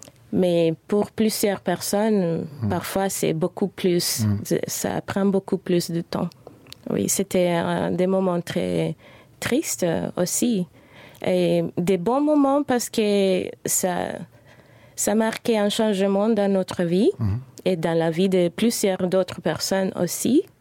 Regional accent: Santiago de Cuba, Cuba; French is a second language; moved away as an adult; now in Luxembourg; Je suis née à Santiago de Cuba. C'est une ville qui est la deuxième ville en importance à Cuba.

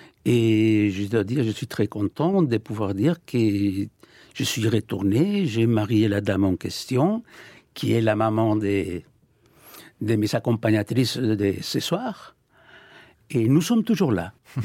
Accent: Peru; French is a second language; moved away as an adult; Pour moi, venant du Pérou, je n'ai parlé que l'espagnol et l'anglais.

